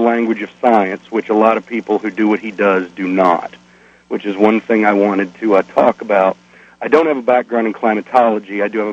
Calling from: Arkansas, United States; in Arkansas.

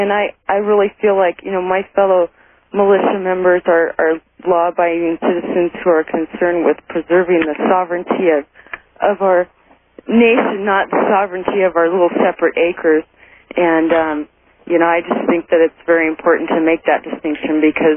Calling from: Washington, United States; I actually live in Washington. I'm in Montana right now.

